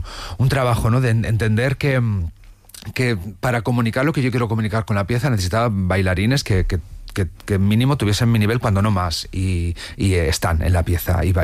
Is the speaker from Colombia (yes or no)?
no; La Cistérniga, Castile and León, Spain; Desde pequeño, yo llegué a mi pueblo, en La Cisterniga, en Valladolid